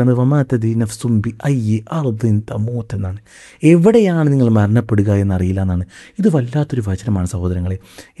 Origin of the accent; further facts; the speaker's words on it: Kerala, India; born there; നേപ്പാളിലെ പ്രളയത്തിൽ പെടാതെ ഞാൻ കേരളത്തിൽ ജനിച്ചത് എന്തുകൊണ്ട്?